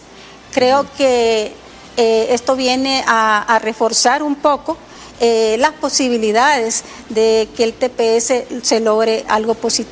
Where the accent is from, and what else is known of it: El Salvador